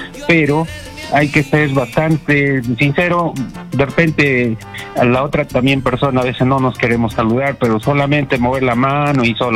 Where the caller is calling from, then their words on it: Tarma, Junín, Peru; Le llamo desde Tarma.